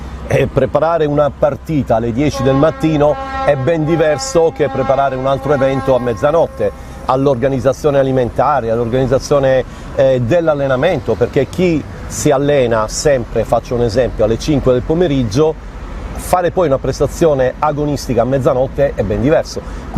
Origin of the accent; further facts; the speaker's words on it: Taranto, Apulia, Italy; da tarantino come te